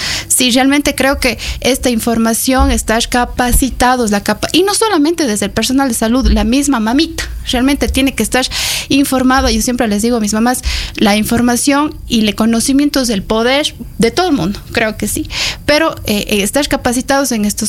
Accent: Ecuador; nosotros como ecuatorianos estamos suscritos a este código

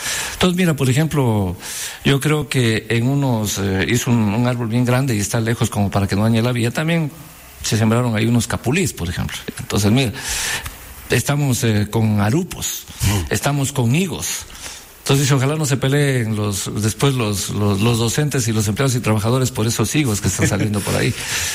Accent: Loja, Ecuador; Yo soy lojano de Loja.

